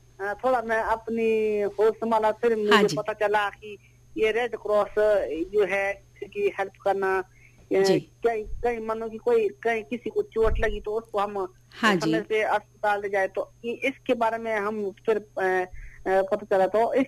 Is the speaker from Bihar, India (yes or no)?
no; Himachal Pradesh, India